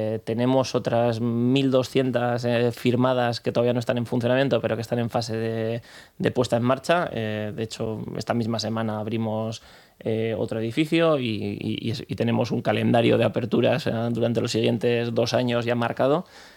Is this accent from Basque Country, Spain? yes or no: yes; Bilbao, Basque Country, Spain; Por supuesto, somos de Bilbao.